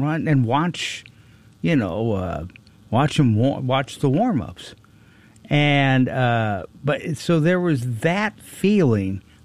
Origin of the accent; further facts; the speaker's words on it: Chicago, Illinois, United States; growing up in Chicago, with a father who brought the radio out to the yard when we were doing yard work years ago